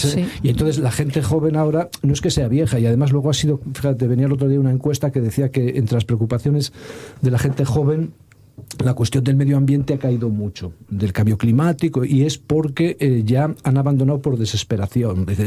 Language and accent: Spanish; Castile and León, Spain; now in Asturias, Spain; Ya sabes que yo no soy asturiano ni lo voy a ser, soy berciano de pura cepa.